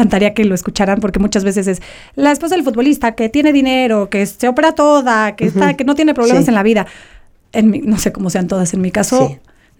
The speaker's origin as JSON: {"language": "Spanish", "country": "Mexico", "moved": "yes", "lives_now": "England, United Kingdom"}